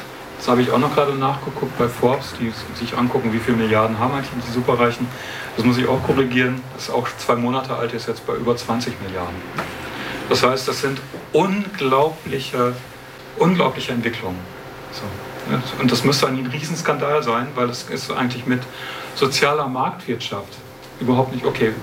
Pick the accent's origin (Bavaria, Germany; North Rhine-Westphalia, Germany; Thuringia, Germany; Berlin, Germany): North Rhine-Westphalia, Germany; Münster; Also ich komme aus Münster, also ohne Neu. Ich komme aus Münster und in Münster ist eine Studierendenstadt.